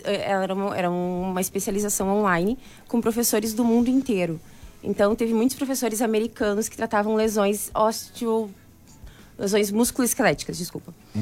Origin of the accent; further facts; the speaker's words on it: Porto Alegre, Rio Grande do Sul, Brazil; que eu sou de Porto Alegre.